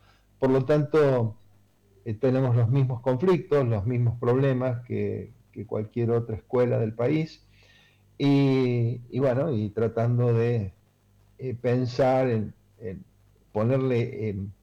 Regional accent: Villa Mercedes, San Luis, Argentina; Nosotros somos de Villa Mercedes, la segunda ciudad de San Luis.

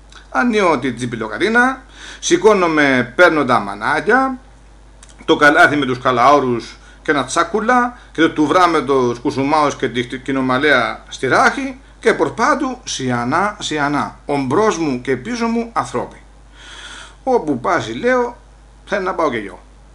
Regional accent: Olympos, South Aegean, Greece; έχω και εγώ λόγο να πω, γιατί να είμαι από την Όλυμπο της Καρπάδου

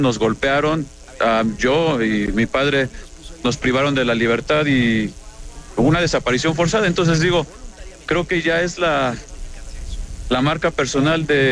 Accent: Tlaxcala, Mexico; Somos campesinos, agricultores y transportistas, venimos del estado de Tlaxcala

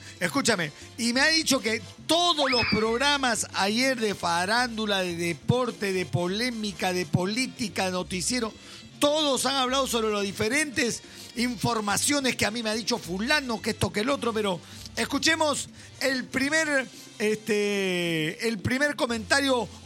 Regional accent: Peru; Siendo peruano, he tenido información.

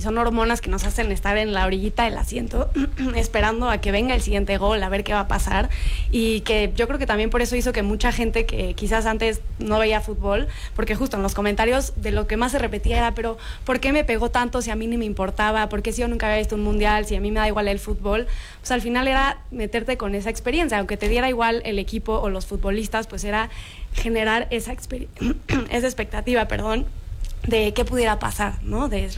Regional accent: Mexico; nos unió, igual como mexicanos

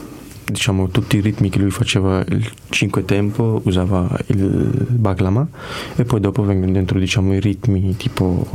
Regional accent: Qamishli, Al-Hasakah Governorate, Syria; also born or lived in Turkey; now in Italy; Kamšlu, il mio paese, perché ho passato tutta la mia infanzia lì quando ero piccolo, poi sono arrivato qua.

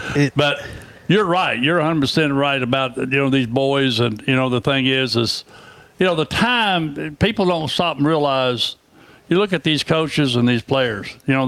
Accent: Texas, United States; being that I was raised in West Texas, Odessa Permian

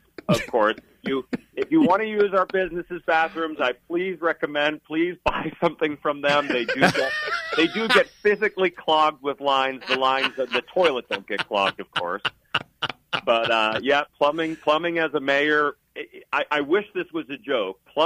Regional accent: East Coast, United States; now in Chugwater, United States; I grew up on the East Coast. My heritage is Irish and English.

